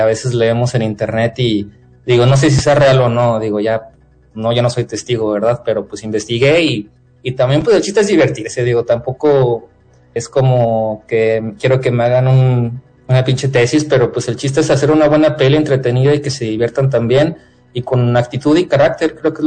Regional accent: San Luis Potosí, Mexico; soy de San Luis Potosí, orgullosamente

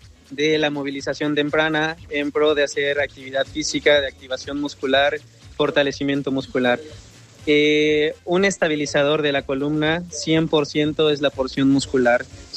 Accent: Puebla, Mexico; yo soy originario de Puebla, también doy consulta allí

